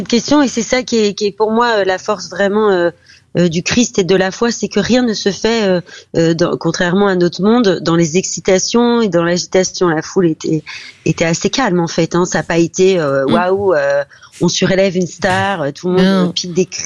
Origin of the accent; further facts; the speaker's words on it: France; on est français depuis des générations